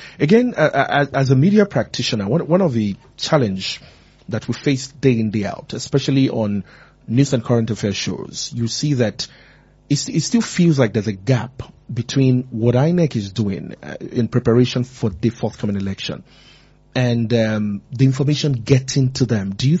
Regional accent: Nigeria; As a Nigerian myself, I have experienced that at the polling unit before.

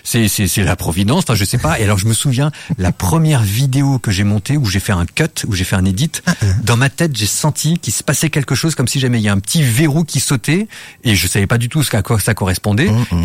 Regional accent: France; parce que nous, quand on vient de France, l'île Maurice, c'est le haut du panier.

